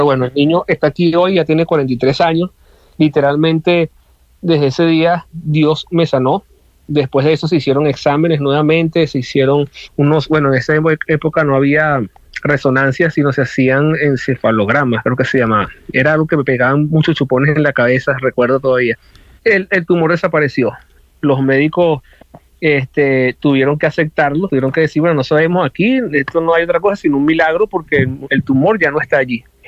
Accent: Venezuela; somos venezolanos y vivimos en Venezuela

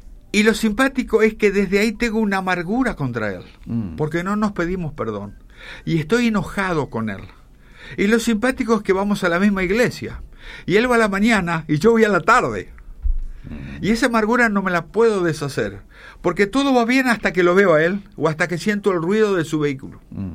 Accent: Argentina; now in Paraguay; yo no le comenté a la audiencia que lamentablemente yo soy argentino.

